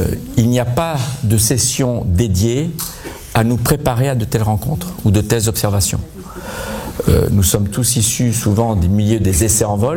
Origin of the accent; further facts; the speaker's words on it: France; je suis français